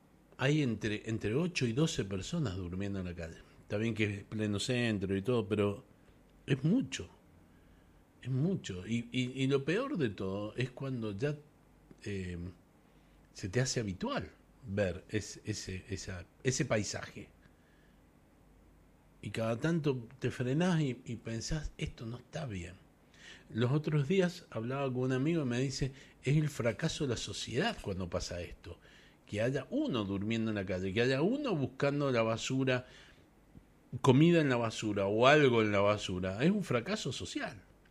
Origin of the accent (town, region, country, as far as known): Mendoza, Argentina